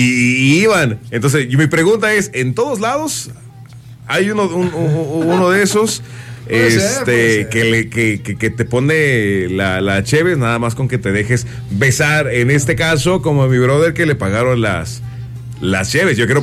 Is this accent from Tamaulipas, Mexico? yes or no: no; Mexico City, Mexico; yo vengo del barrio de Las Águilas, de Plaza de Las Águilas